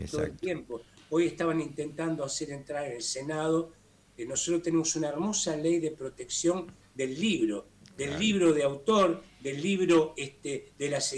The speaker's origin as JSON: {"language": "Spanish", "country": "Argentina"}